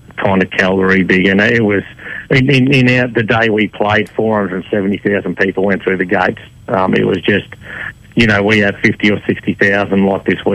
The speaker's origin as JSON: {"language": "English", "region": "Queensland", "country": "Australia", "tie": "born or raised there", "said": "Brisbane, and I grew up on the Sunshine Coast where I am now, and we meet each other through footy, through playing footy together."}